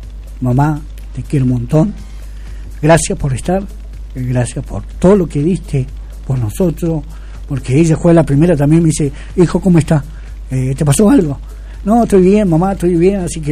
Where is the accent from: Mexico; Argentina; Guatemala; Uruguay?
Argentina; Junín; Junín es mi pueblo querido. Y como dije yo, acá voy a morir y acá voy a trabajar por mi pueblo.